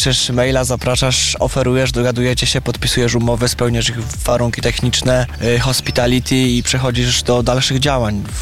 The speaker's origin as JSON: {"language": "Polish", "region": "Greater Poland Voivodeship", "country": "Poland", "said": "pochodzę z okolic Słupcy."}